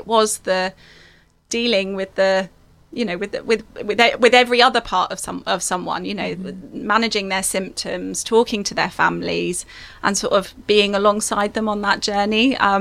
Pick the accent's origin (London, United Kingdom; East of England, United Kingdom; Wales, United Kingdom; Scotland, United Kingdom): East of England, United Kingdom; Diss; So I grew up in Diss, which is sort of in the south of Norfolk, right near the train station.